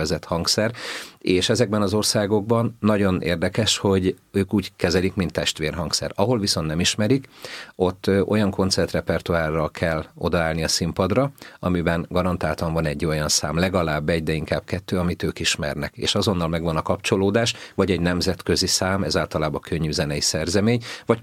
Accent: Pest, Hungary; born or raised there

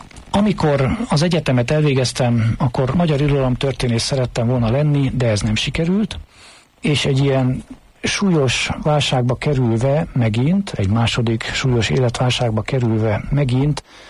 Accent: Veszprém, Veszprém County, Hungary; first language Hungarian; Veszprémi gyerek vagyok

